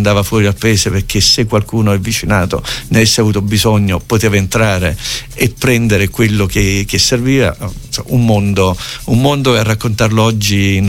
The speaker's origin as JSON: {"language": "Italian", "town": "Tramutola", "region": "Basilicata", "country": "Italy", "tie": "born or raised there", "moved": "yes", "said": "Io sono un lucano."}